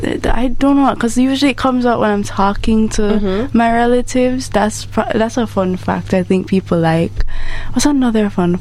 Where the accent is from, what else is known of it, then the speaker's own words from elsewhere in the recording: Trinidad & Tobago; I'm half Trini. So I'm also from Trinidad and Tobago. Mm-hmm. So I'm half Jamaican, half Trini.